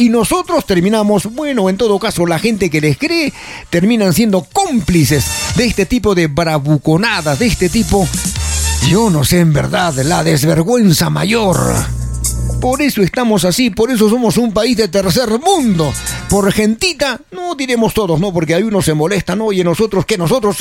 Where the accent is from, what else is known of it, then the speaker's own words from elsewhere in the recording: Peru; ¿qué cosa somos los peruanos? Limeñitos